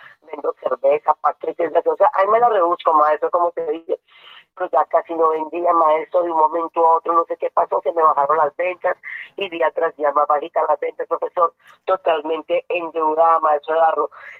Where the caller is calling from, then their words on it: Venecia, Cundinamarca, Colombia; Yo llamo aquí desde Venecia, con la marca